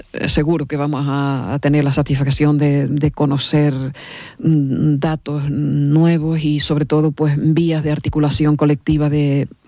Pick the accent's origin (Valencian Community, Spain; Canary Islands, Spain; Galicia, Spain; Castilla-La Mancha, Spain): Canary Islands, Spain